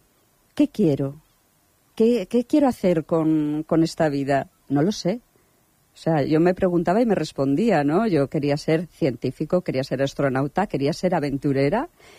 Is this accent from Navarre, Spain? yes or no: no; Torrelavega, Cantabria, Spain; born or raised there